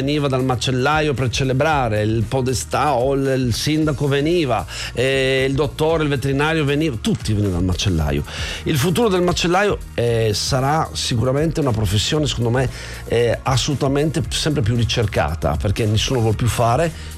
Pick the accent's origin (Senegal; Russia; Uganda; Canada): Canada; Io l'ho vissuto perché, essendo canadese, comunque vedevo sto arnese